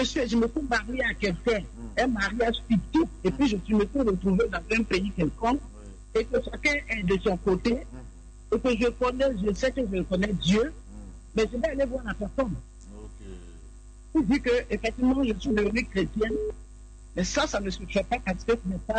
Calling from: Côte d’Ivoire; mon identité, je suis une Ivoirienne.

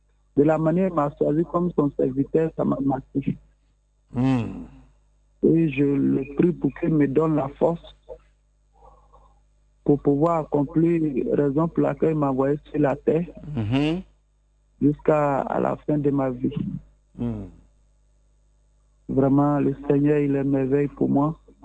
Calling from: Songon, Abidjan, Côte d’Ivoire; J'appelle de Songon.

